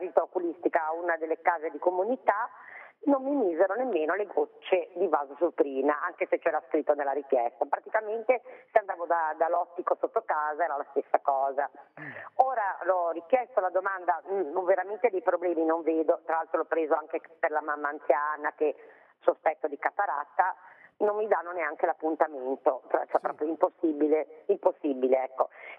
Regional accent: Pra, Liguria, Italy; noi siamo di Pra, a Recco, ma ragazzi, siamo veramente nei problemi ora.

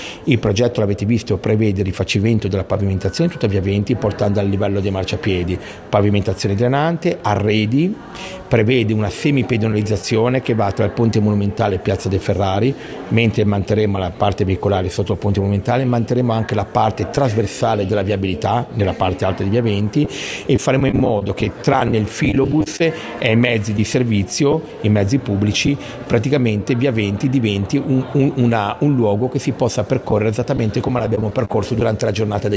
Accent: Genoa, Liguria, Italy; Io direi non solo i genovesi ma anche io e lei che siamo genovesi

